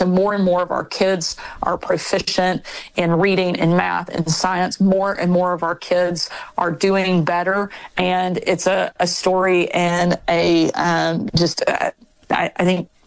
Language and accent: English; Arkansas, United States; I was born and raised in Arkansas. I love this state. This is home for us.